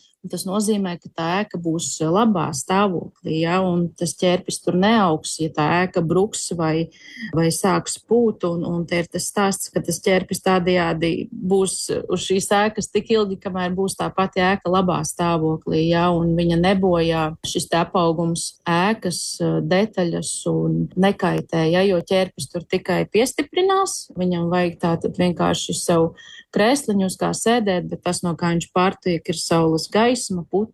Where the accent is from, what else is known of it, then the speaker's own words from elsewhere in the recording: Latgale, Latvia; Piemēram, es esmu no Latgales, un man tuvākā šāda vieta būtu šāds te mežs